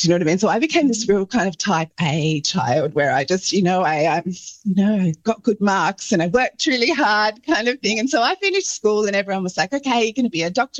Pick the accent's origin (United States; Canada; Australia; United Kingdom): Australia; Launceston, Tasmania; I knew that they didn't want me to say where I lived, which is Launceston.